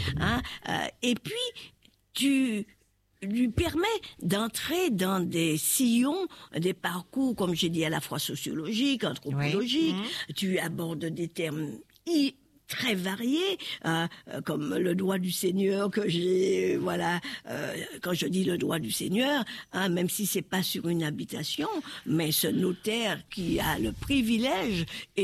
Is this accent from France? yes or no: yes; French Antilles, France; mais chez moi aux Antilles, l'alcool se cache. On achète et on va boire chez soi.